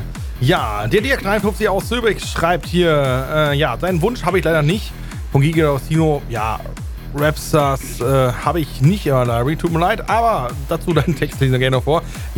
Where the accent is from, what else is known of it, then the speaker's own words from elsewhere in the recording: Castrop-Rauxel, North Rhine-Westphalia, Germany; Ja, schöne Grüße an den Jens in meine alte Heimat. Kastrop.